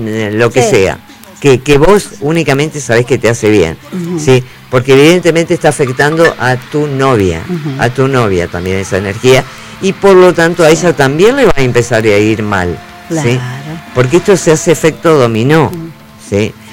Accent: Argentina; somos nosotros los argentinos, todos juntos

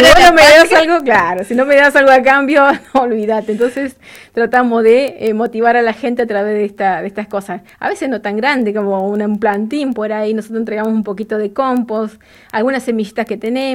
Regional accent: Santa Cruz, Argentina; yo soy nacida acá, en la provincia de Santa Cruz.

